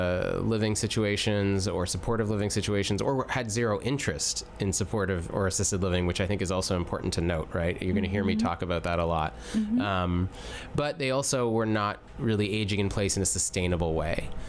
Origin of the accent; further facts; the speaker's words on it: Canada; now in United States; Well, I guess I would love people to know that I am a Canadian expat, I guess is interesting for folks to know.